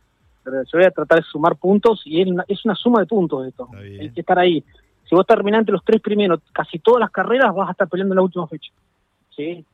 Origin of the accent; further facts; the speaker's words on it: Villalonga, Buenos Aires Province, Argentina; accent: porteño; Yo soy Villalonga, digan lo que digan, aunque tengo acento de porteño, pero bueno, soy de Villalonga.